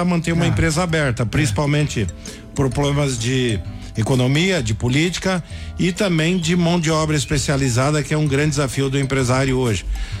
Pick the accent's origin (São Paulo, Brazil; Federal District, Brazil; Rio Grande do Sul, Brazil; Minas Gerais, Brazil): Rio Grande do Sul, Brazil; Cruzeiro do Sul; eu sou do interior de Cruzeiro do Sul, Picada São Gabriel. A atividade principal era filho de agricultores, né?